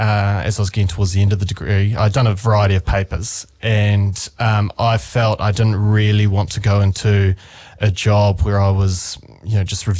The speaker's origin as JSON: {"language": "English", "town": "Christchurch", "region": "Canterbury", "country": "New Zealand", "tie": "born or raised there", "also_born_or_lived": "Dunedin", "moved": "as an adult", "said": "So I grew up in Christchurch originally. And then after high school, I ventured even further south to Dunedin, to Otago University to study law there."}